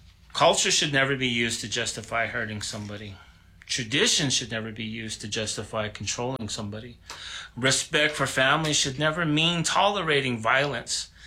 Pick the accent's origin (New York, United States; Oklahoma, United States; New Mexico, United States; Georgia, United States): New Mexico, United States; As you can tell, I'm not originally from Zuni. I'm from the Navajo Nation, just over there, over the hill from Vanderwagon, New Mexico.